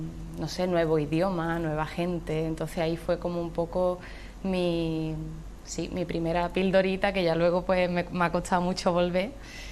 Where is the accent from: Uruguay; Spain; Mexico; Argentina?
Spain; Chiclana de la Frontera, Andalusia; moved away as an adult; soy de Chiclana